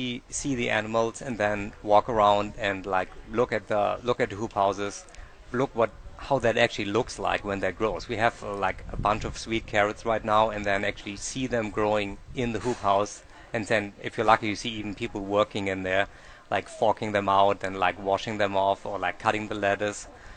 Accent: Austria; moved away; So I'm originally from Austria, and when I moved here, we were living right next to White Lotus Farms

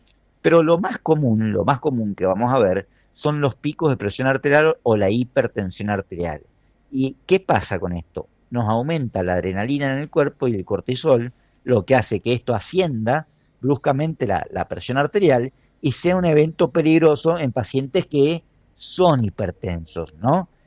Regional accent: Argentina; Nosotros no hemos vivido como argentinos

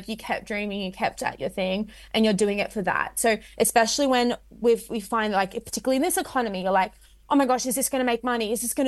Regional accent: Sydney, New South Wales, Australia; Without knowing that I was from Western Sydney, was like, "Oh, thank God for Western Sydney, otherwise we'd have no news stories."

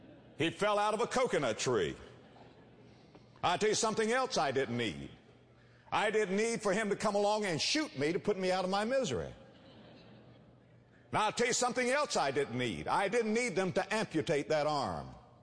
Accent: West Palm Beach, Florida, United States; I was raised in West Palm Beach, Florida. One of the things that we love to do in the wintertime, my brother and I, was to collect coconuts and sell them to the Yankees.

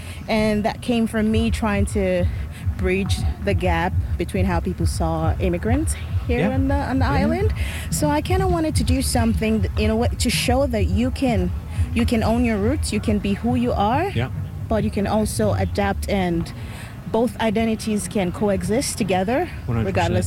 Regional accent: Nigeria; now in Newfoundland, Canada; Okay, I am the Nigerian youth, a girl rediscovering Newfoundland.

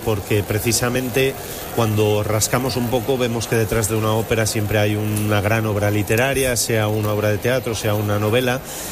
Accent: Avilés, Asturias, Spain; born or raised there

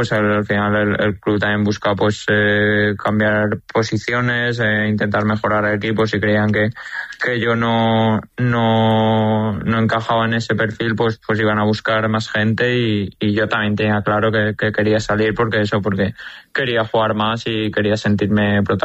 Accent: Valencia, Valencian Community, Spain; porque al final yo me he criado allí, soy de Valencia, iba a ser de Valencia toda la vida

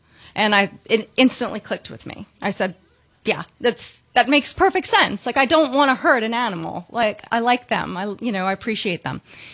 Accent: Long Island, New York, United States; I grew up on Long Island.

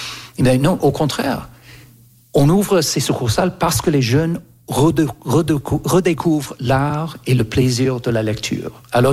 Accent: Canada; Moi, j'ai grandi au Canada et quand j'avais 4, 5, 6 ans, il y avait un bus

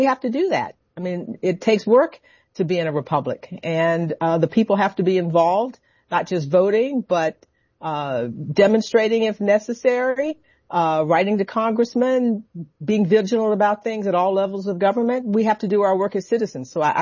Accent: Texas, United States; I also write about Texas, which is my home state

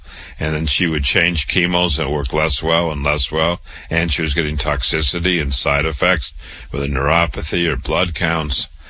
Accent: Waterloo, Iowa, United States; I was born and raised in Waterloo, Iowa. I went to public school, university, medical school, MD at 25

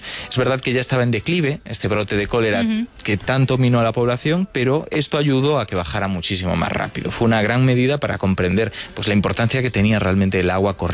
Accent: Galicia, Spain

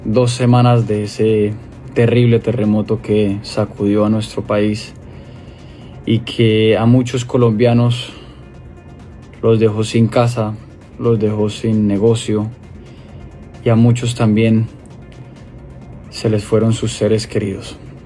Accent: Colombia; Somos colombianos y de esta solo salimos unidos. Amo mi país, amo a Colombia

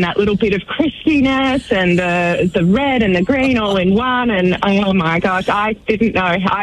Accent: Victoria, Australia; Look, I grew up in Central Victoria, Mel.

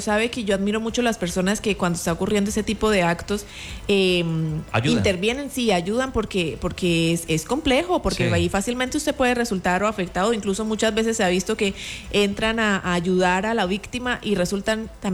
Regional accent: Cúcuta, Norte de Santander, Colombia; Bueno, digamos que yo cuando era niña, Cúcuta lo relacionaba era a estar con toda mi familia, porque tenía a mi familia en el pueblo, en el Carmen, y aquí tenía a mi

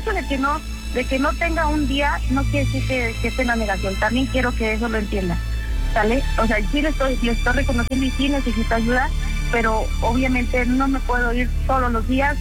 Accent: Guerrero, Mexico; now in Denver, United States; Porque nosotros somos de Guerrero, y allá en Guerrero a las que se llaman Odila, se les dice Gigi.

